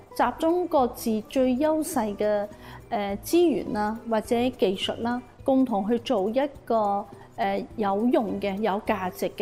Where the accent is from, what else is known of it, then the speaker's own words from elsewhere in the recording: Macau; 回歸25周年，身為澳門人，四星產業應該是有責任去向前走一步的。